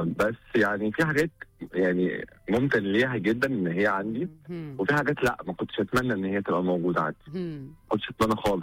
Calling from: Egypt; لما جيت بقى وقررت ان انا استقر هنا في مصر.

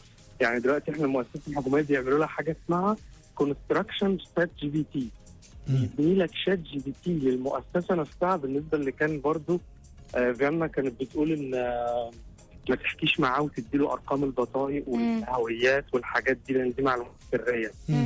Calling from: United Arab Emirates; ايوه من الامارات.

